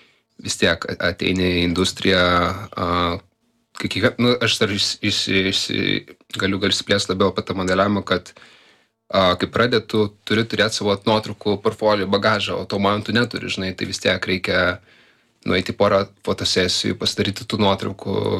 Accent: Kaunas, Kaunas County, Lithuania; Tada Žalgirio, čia aš kaip kaunietis, tai

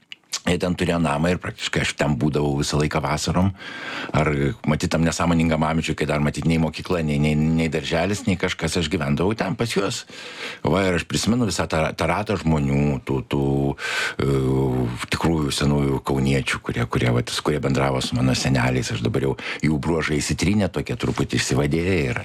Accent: Kaunas, Kaunas County, Lithuania; born there; now in Vilnius, Lithuania; Bet kai manęs paklausė apie gimimą, aš visiems pasakau, kad tie pirmieji 2 metai vis tiek yra Kaune. Ir gimimas yra Kaune ir matyt, tai paliko tam tikrą pėdsaką.

